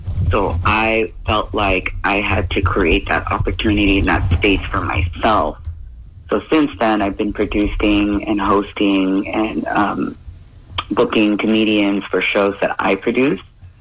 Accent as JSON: {"language": "English", "town": "San Jose", "region": "California", "country": "United States", "tie": "born or raised there", "also_born_or_lived": "Japan", "said": "I am actually born in Japan, but I am Filipino, raised in San Jose. So I'm not a native, but I do love San Jose."}